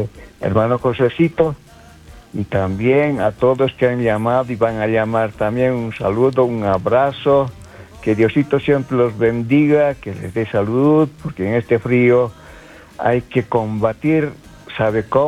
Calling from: Bolivia; Yo soy de Alto Saucarí.

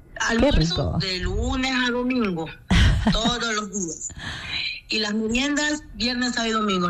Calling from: Guayaquil, Guayas, Ecuador; te llamo de acá, de Guayaquil, del suburbio.

